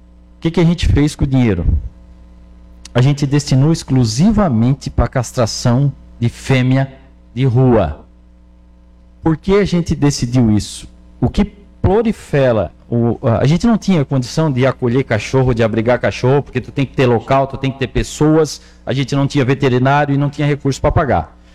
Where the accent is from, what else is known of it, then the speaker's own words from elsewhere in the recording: Maracajá, Santa Catarina, Brazil; born there; moved away; also born or lived in Goiás / Curitiba; eu nasci aqui no Maracajá, eu morei fora 3 anos em Goiás, 5 anos em Curitiba, e quando eu voltei para cá em 2014